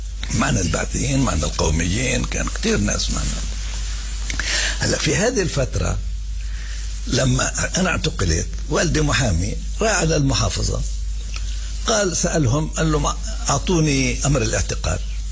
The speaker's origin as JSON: {"language": "Arabic", "town": "Jerusalem", "country": "Palestine", "said": "أنا من القدس"}